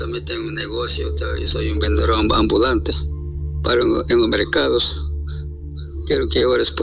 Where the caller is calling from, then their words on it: Iquitos, Loreto, Peru; Estoy llamando de Iquitos